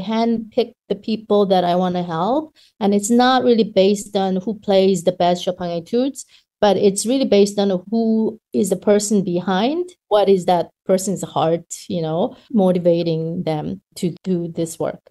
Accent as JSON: {"language": "English", "country": "South Korea", "tie": "born or raised there", "second_language": "English", "said": "You know, while growing up in Korea, I would read about America, schools like Juilliard and Curtis."}